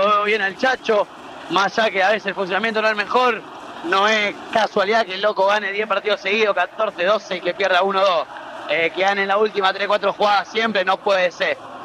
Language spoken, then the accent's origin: Spanish; Arroyo Seco, Santa Fe, Argentina; Arroyo Seco, al lado de Rosario.